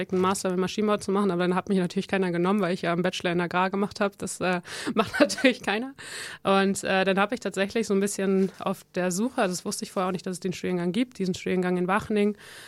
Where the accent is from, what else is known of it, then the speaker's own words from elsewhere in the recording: Netherlands; moved away; also ich komme ja ursprünglich aus den Niederlanden, habe dann aber gedacht, nee, das bin ich jetzt so lange raus, vielleicht kriege ich das auch gar nicht hin.